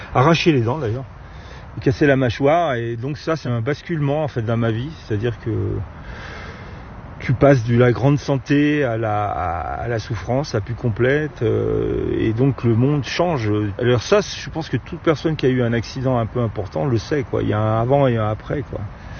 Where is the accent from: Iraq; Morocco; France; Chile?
France; Grenoble, Auvergne-Rhône-Alpes; born there; je suis de Grenoble et ma mère m'emmenait souvent, très jeune, en marché.